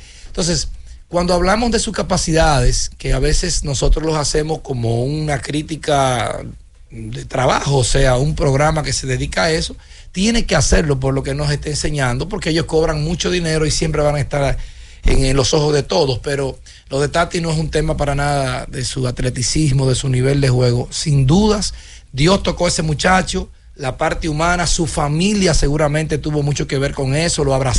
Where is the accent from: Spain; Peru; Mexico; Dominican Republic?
Dominican Republic; San Francisco de Macorís, Duarte; San Francisco de Macorís, mi ciudad